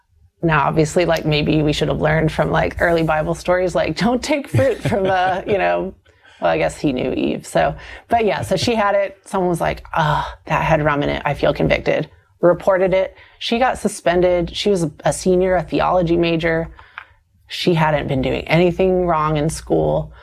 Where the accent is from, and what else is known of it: the South, United States; born or raised there